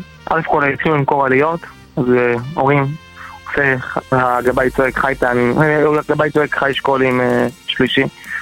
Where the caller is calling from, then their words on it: Bnei Brak, Tel Aviv District, Israel; אני מבני ברק